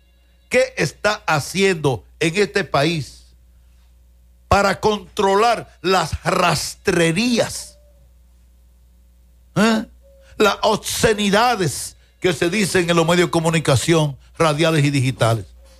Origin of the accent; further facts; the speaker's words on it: Dominican Republic; Yo soy dominicano, yo soy de este país. Yo no me voy de este país